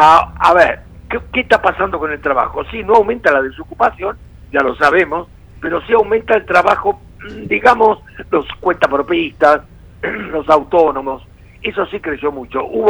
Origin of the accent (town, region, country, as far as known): Argentina